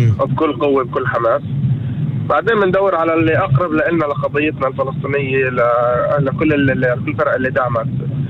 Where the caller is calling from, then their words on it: Arraba, Northern District, Israel; من عرابي.